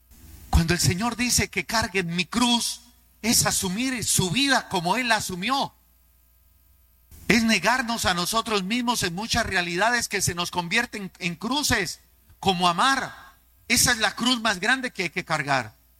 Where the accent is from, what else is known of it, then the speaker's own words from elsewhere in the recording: Cúcuta, Norte de Santander, Colombia; cuando yo soy santandereano cucuteño de esos de que no me sé rajar.